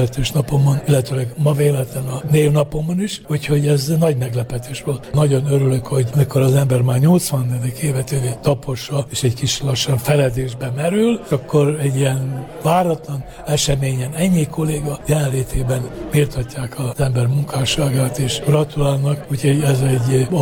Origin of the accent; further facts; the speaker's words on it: Felsőszentmárton, Baranya, Hungary; moved away; Felsőszentmártón, ahonnan származom